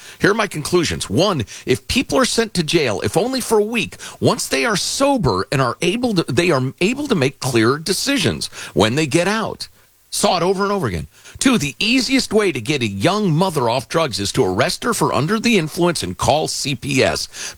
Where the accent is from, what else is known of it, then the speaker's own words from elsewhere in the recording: United States; born there; I pray, thank you, Jesus, that I was born in America to two great parents who loved me, cared for me, and taught me how to be a good man.